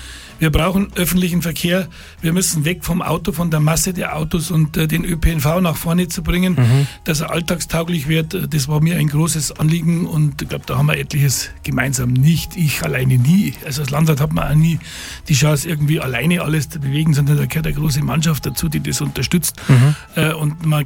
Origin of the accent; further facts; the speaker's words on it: Bad Tölz, Bavaria, Germany; born there; ich bin in der Musikschule in Tölz groß geworden